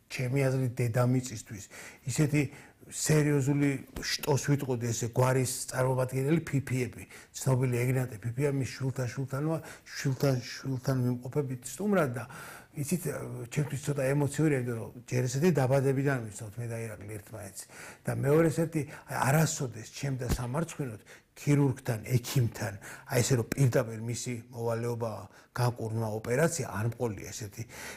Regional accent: Tbilisi, Georgia; ვიმყოფები ჯერ სადაც დავიბადე და გავიზარდე ფიქრის გორაზე.

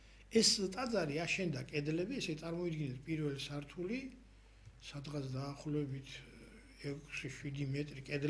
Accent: Khashuri, Shida Kartli, Georgia; ხაშურში და გავიზარდე სკოლა იგი დავამთავრე და ხაშურში იყო ეკლესია.

